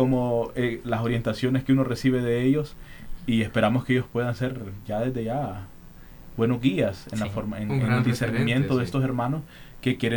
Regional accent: Santa Lucía, Francisco Morazán, Honduras; moved away as an adult; now in Tegucigalpa, Honduras; Yo prefiero el frío. Porque soy de Santa Lucía, entonces Santa Lucía es un ambiente más fresco.

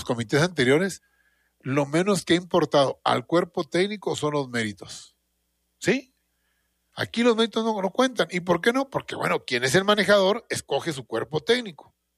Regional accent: Delicias, Chihuahua, Mexico; somos los de Delicias

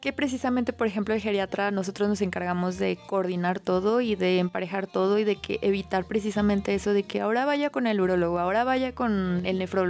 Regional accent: Zacatecas, Mexico; born there; Sí, soy de aquí de nacimiento

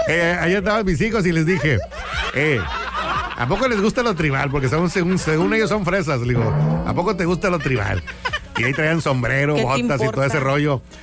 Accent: Mexico; Soy mexicano. Soy Mexican. Soy mexicano.

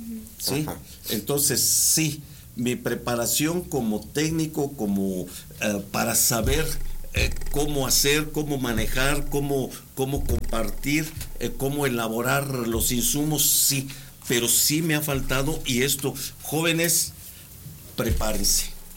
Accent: Los Reyes, Michoacán, Mexico; also born or lived in Guadalajara; yo realmente nací en Guadalajara, pero yo soy de los Reyes, Michoacán.

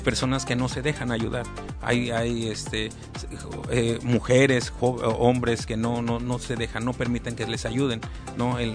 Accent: Acapulco, Guerrero, Mexico; yo soy de aquí de Acapulco

